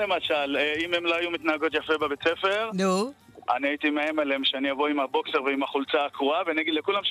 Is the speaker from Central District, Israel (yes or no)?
yes; Rehovot, Central District, Israel; now in Ashdod, Israel; אנחנו גדלנו במרמורק, עברנו לאשדוד, ובעזרת השם אשתי שומעת, אנחנו נגור ברחובות שנה הבאה.